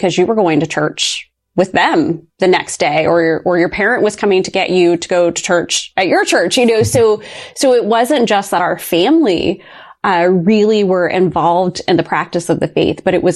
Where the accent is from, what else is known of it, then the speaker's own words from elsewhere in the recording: Ohio, United States; So I grew up in a very rural part of Ohio. And my family, we were churchgoers. My grandfather on my dad's side was a Baptist minister who started three congregations.